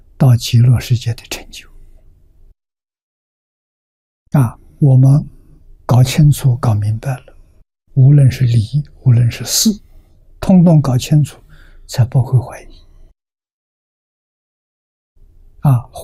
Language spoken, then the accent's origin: Chinese; China; 我们中国人讲太平盛世，那人民幸福美满了。